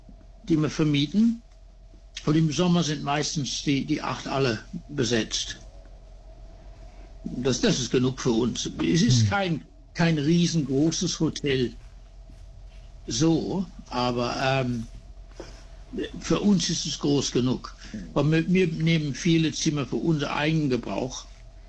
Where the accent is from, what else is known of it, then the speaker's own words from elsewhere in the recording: Adelaide, South Australia, Australia; moved away as an adult; Und Australien habe ich das besser gefunden, weil ich hier aufgewachsen bin.